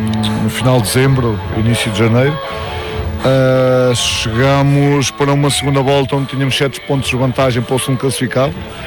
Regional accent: Coimbra, Centro, Portugal; porque eu sou de Coimbra

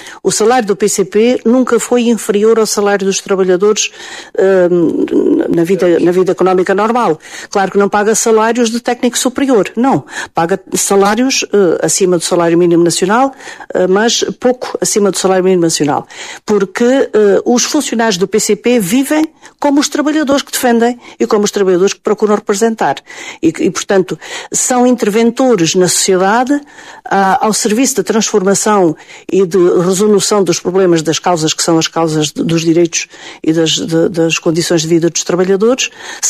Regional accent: Alentejo, Portugal; somos alentejanos.

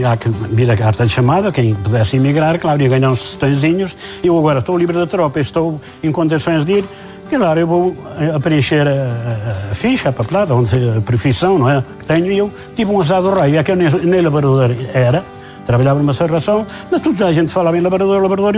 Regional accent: Santa Maria da Feira, Aveiro, Portugal; Ora, sou de Santa Maria da Feira, para ir para Arouca

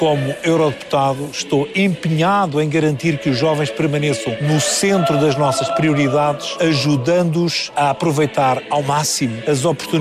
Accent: Mafra, Lisbon, Portugal; tenho 59 anos e sou natural de Mafra.

